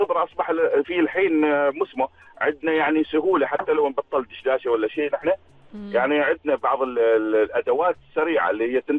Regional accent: Oman; نحن يعني كعمانيين

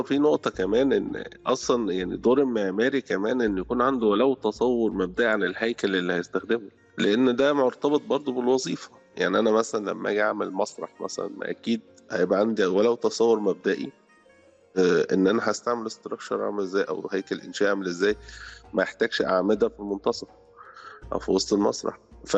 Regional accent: Egypt; بعد ما خلصت الثانوية العامة عندنا في مصر

